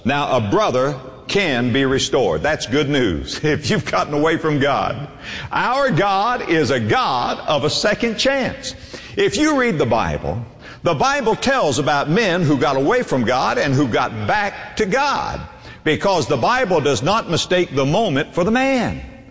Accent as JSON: {"language": "English", "region": "Florida", "country": "United States", "tie": "born or raised there", "said": "I was raised in Florida."}